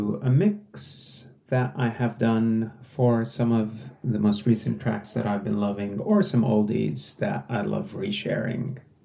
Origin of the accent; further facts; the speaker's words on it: Palestine; now in Australia; I am originally from Palestine, now residing in Australia.